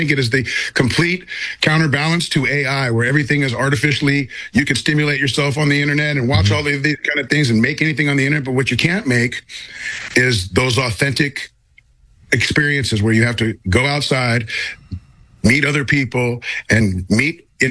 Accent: Hollywood, California, United States; now in Tulsa, United States; it's crazy because I grew up in Hollywood in the San Fernando Valley, and that's where everything is filmed

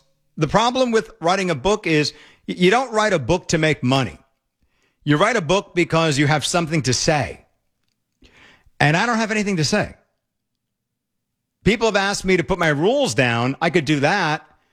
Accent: United States; It's not just because I'm an American.

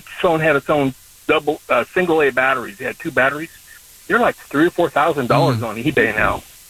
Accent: Esparto, California, United States; I remember because we were in Esparto, so we were Stillwell 73317.

